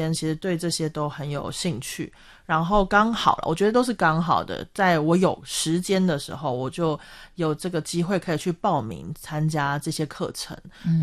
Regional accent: Japan; Chinese is a second language; 对，然后我是一个日本人

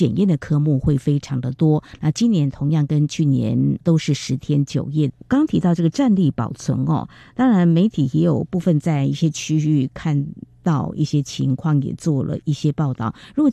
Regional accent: Taiwan

